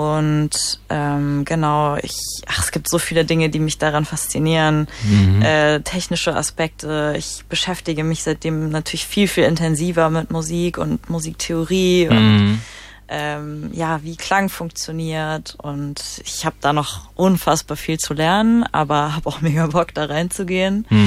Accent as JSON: {"language": "German", "town": "Mainz", "region": "Rhineland-Palatinate", "country": "Germany", "tie": "born or raised there", "said": "ich bin in Mainz aufgewachsen"}